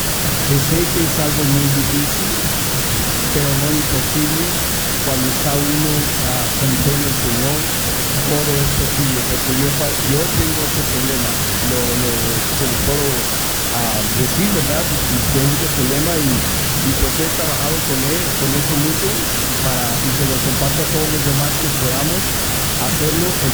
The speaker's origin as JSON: {"language": "Spanish", "region": "California", "country": "United States", "said": "vengo de la comunidad de Bequetín, California."}